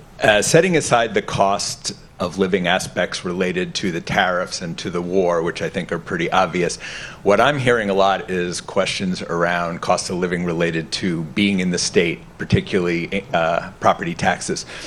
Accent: Brentwood, New Hampshire, United States; I'm from Brentwood, New Hampshire, and full disclosure, I'm a current state representative who is not smart enough not to run again.

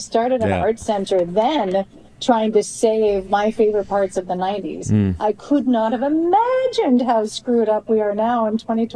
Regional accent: Canada; my parents, I was raised full in Canada, fully indoctrinated to doubt everything in the US

